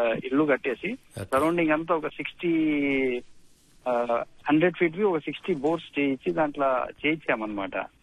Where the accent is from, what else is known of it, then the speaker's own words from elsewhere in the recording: Mahbubnagar district, Telangana, India; మేము చిన్నప్పటి నుంచి చాలా మహబూబ్ నగర్ డిస్ట్రిక్ట్ సార్ మాది.